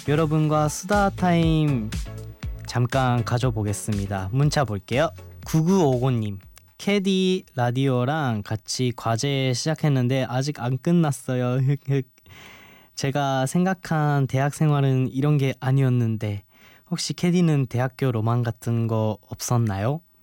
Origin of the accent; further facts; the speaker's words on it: Japan; Korean is a second language; 저 일본에서 왔어요